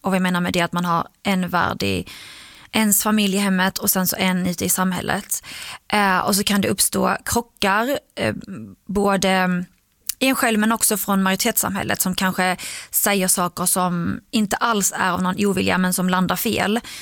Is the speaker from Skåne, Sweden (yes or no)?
yes; Skåne, Sweden; now in Stockholm, Sweden; i och med att jag är en skåning i Stockholm.